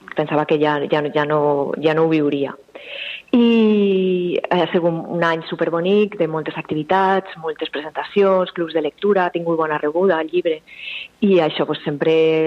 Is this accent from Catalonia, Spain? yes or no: no; La Jana, Valencian Community, Spain; now in Valencia, Spain; soc de La Jana, que és un poble molt xicotet del Maestrat, dalt de tot del país, i ja fa quasi 20 anys que visc a València